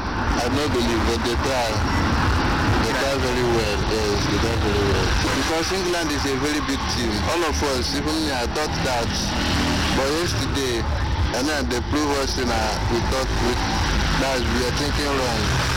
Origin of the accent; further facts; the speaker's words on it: Nigeria; I'm a Nigerian, so you know the competition.